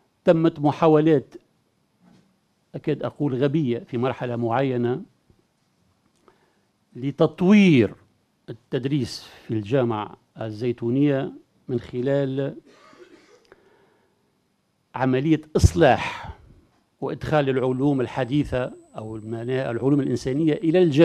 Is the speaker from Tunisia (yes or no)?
yes; Tunisia; لأنه جرت العادة عندنا في تونس أن نتصور